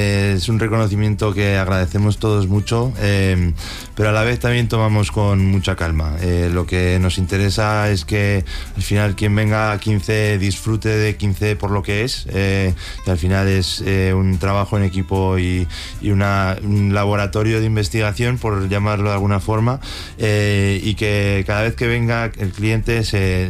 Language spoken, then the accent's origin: Spanish; Madrid, Community of Madrid, Spain; also born or lived in United States; Nacimos todos en Estados Unidos, pero siempre hemos vivido aquí en Madrid